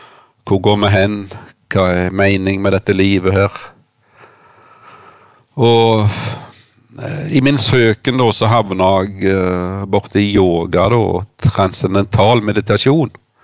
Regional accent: Sævlandsvik, Rogaland, Norway; Så vi vokste opp her i Sævlandsvikta. Bare en steinkast herifra som vi sitter nå.

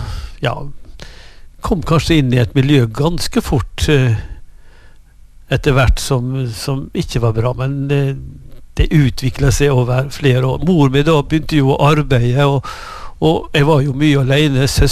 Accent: Store Kalvøya, Møre og Romsdal, Norway; Mitt liv, det startet på en øy utenfor Ålesund som heter Store Kalvøya. Der ble jeg født.

